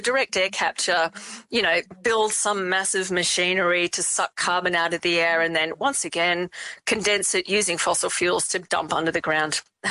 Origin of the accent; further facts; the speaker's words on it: Western Australia, Australia; I grew up in the Pilbara